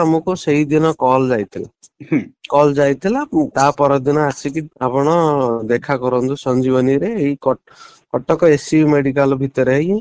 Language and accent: Odia; Jalasarpur, Odisha, India; ମୋର ବୟସ ହେଲା 35 ବର୍ଷ, ମୋ ଗାଁ ନାଁ ହେଲା ଜଳସରପୁର ସୁଲଣ ପୋଷ୍ଟ ନନ୍ଦିପଦା ଥାନା ଡିଷ୍ଟ୍ରିକ୍ଟ କେଉଁଝର।